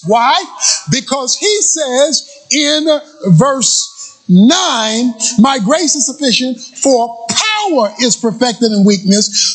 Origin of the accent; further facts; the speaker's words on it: Baltimore, Maryland, United States; When I was growing up in Baltimore